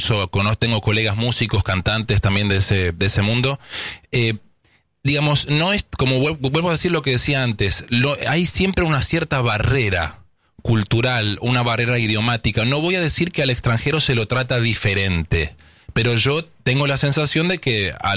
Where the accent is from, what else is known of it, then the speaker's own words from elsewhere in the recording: Argentina; moved away; Y es importante que nosotros como argentinos sepamos lo que tenemos.